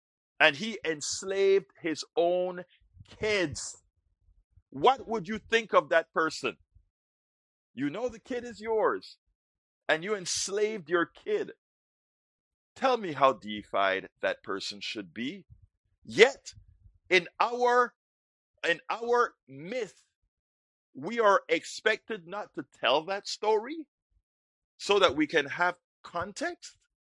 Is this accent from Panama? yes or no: yes; Panama; now in United States; I came from Panama. I revere what the United States has attained in and above what has happened in this country.